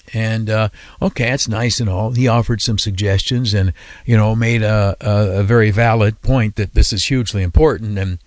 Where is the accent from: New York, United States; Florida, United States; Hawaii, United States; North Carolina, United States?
New York, United States; Canisteo; now in Schenectady, United States; my hometown of Canastillo, New York, down in the southern tier.